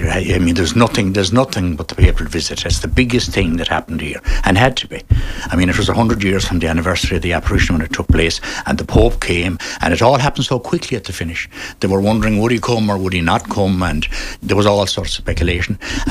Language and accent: English; Knock, Connacht, Ireland; Say, from Knock